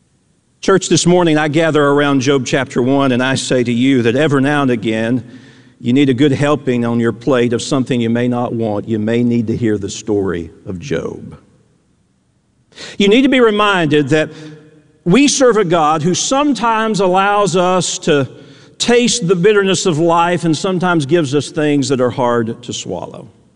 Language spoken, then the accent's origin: English; Tennessee, United States; I was raised in East Tennessee.